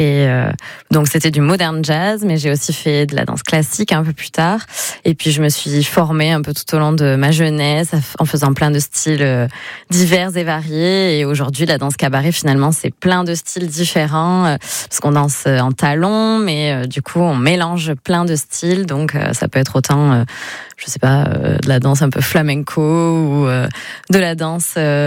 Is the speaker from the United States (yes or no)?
no; Tarnos, Nouvelle-Aquitaine, France; chez moi à Tarnos, parce que j'ai grandi à Tarnos